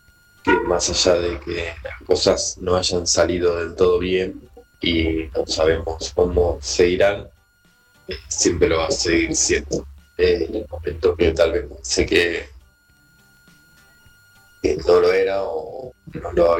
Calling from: San Martín, Buenos Aires Province, Argentina; Soy de San Martín

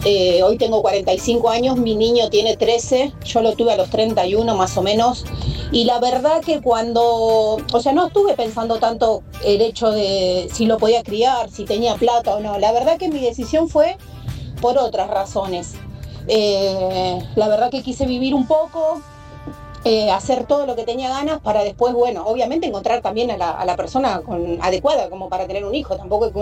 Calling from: Isidro Casanova, Buenos Aires Province, Argentina; de Isidro Casanova.

